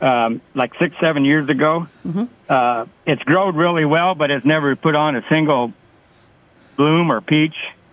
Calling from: Beatrice, Nebraska, United States; from Beatrice.

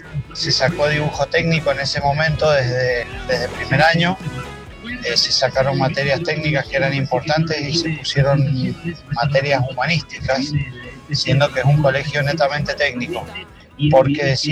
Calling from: Maipú, Mendoza, Argentina; Hola, chicos de Newell, buenos días, soy … de Maipú, los escucho siempre.

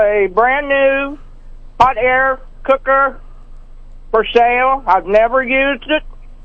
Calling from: Waverly, Missouri, United States; my number is 660-815-0509 in Waverly, Missouri.

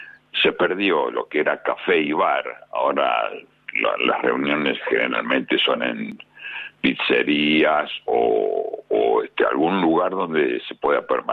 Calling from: Buenos Aires, Argentina; de la República de Barracas.

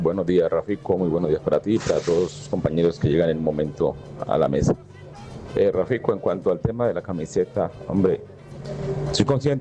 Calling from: Colombia

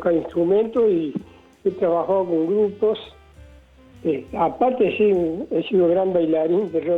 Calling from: Córdoba, Argentina; te estoy llamando desde Córdoba, capital.

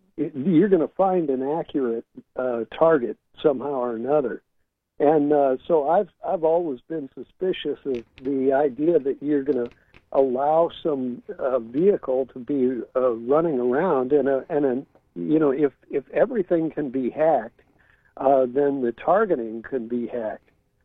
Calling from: San Francisco, California, United States; I'm calling you from San Francisco.

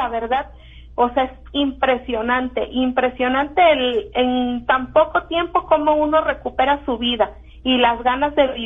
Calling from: Fort Worth, Texas, United States; De Fort Worth.

